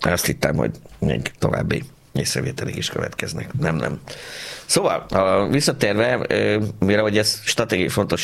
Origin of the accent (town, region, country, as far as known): Pécs, Baranya, Hungary